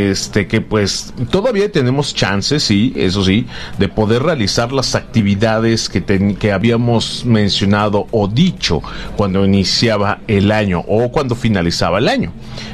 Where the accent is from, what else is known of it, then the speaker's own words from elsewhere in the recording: Mexico; Después también dicen que somos República Mexicana, pero aquí el pueblo manda y el pueblo es el que dice, ¿saben qué? Así nos conocen.